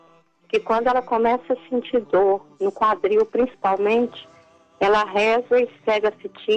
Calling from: Palmas, Tocantins, Brazil; De Palmas, no Tocantins.

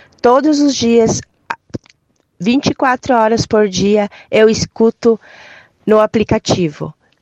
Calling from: Capão da Canoa, Rio Grande do Sul, Brazil; sou de Capão da Canoa, Rio Grande do Sul.

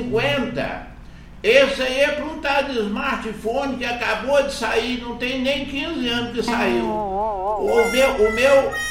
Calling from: Minas Gerais, Brazil; E a torre daqui atende Divinópolis, tá perto de Santo Antônio do Monte.

